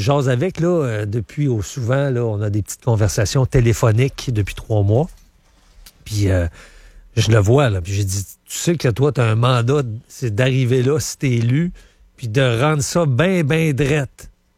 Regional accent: Thetford Mines, Quebec, Canada; c'est dans mon patelin, là, qui se présente, c'est Tetford Mines

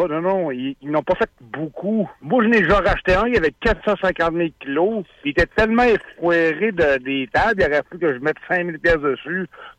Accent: Quebec, Canada; Prime, moi, je viens de la Beauce.

